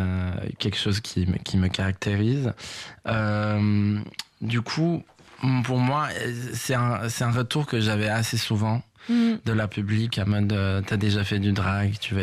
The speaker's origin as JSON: {"language": "French", "country": "Serbia", "tie": "born or raised there", "moved": "yes", "said": "Parce que comme j'ai grandi en Serbie"}